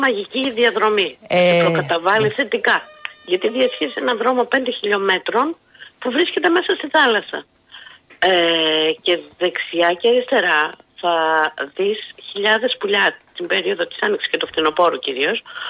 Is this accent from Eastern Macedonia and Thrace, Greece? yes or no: no; Thessaloniki, Central Macedonia, Greece; moved away as an adult; now in Missolonghi, Greece; εγώ είμαι Θεσσαλονικιά σε καταγωγή και ήρθα σχετικά πρόσφατα στο Μεσολόγγι